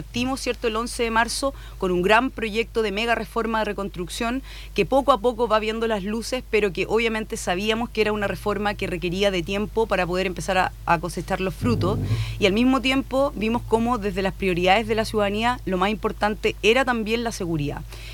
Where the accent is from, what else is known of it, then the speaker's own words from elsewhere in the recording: Maullín, Los Lagos, Chile; moved away; una persona que viene de comuna pequeña del sur de Chile, yo soy de Maullín, que queda a 75 kilómetros de Puerto Montt, en la región de Los Lagos.